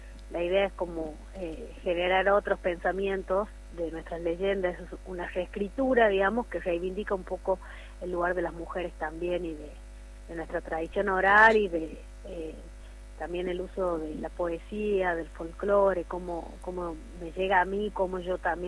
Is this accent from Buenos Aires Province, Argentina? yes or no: no; Frías, Santiago del Estero, Argentina; now in Catamarca, Argentina; Yo soy crecí en Frías